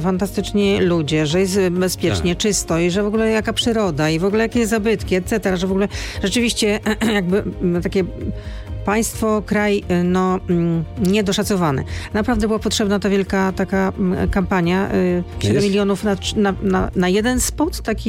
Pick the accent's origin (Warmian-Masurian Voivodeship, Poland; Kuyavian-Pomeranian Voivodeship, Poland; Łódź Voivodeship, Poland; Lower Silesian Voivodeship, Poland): Łódź Voivodeship, Poland; Łódź; to moje rodzinne miasto